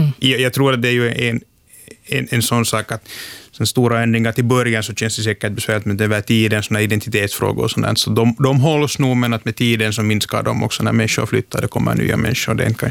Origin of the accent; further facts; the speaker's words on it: Pori, Satakunta, Finland; jag är själv från Björneborg